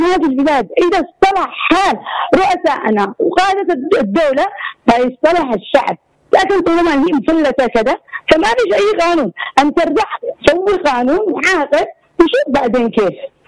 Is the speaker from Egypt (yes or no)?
no; Yemen; احنا كعرب او كيمني